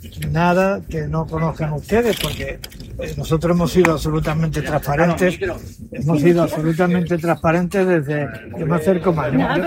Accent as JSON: {"language": "Spanish", "country": "Spain", "said": "Lo digo como ciudadano y lo digo como español."}